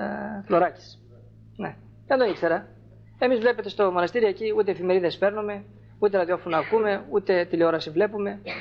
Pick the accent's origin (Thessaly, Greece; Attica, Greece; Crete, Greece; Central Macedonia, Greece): Thessaly, Greece; now in Mount Athos, Greece; γιατί εμείς οι Θεσσαλοί, γιατί είναι και πατριώτες μου, είμαι Θεσσαλός.